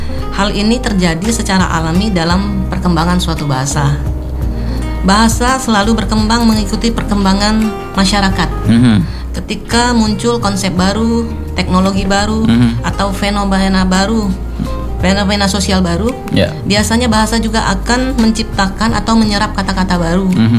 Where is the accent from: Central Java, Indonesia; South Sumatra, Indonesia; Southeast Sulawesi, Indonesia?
South Sumatra, Indonesia; Palembang; Saya nih memang orang tua Jawa ya, tapi besarnya lahirnya di Palembang.